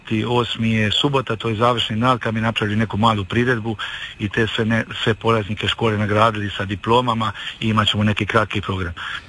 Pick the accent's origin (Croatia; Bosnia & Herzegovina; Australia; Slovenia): Croatia; Dubrovnik-Neretva County; now in Dubrovnik, Croatia; ja sam porijeklom iz Dubrovačkog primorja